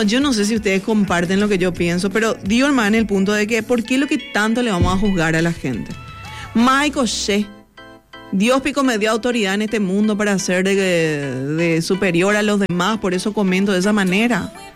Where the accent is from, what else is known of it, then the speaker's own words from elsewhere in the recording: Paraguay; siendo parte de lo que nosotros somos como paraguayos, ¿verdad?